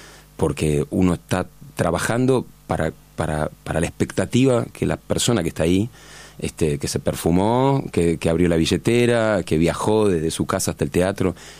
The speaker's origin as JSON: {"language": "Spanish", "town": "Vicente López", "region": "Buenos Aires Province", "country": "Argentina", "tie": "born or raised there", "also_born_or_lived": "Once, Buenos Aires", "said": "Yo nací en 11, pero crecí toda mi vida en Florida, en Vicente López."}